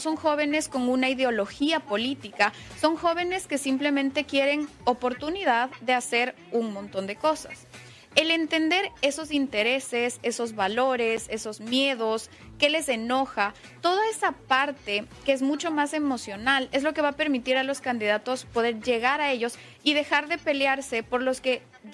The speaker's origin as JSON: {"language": "Spanish", "country": "Ecuador", "also_born_or_lived": "Mexico"}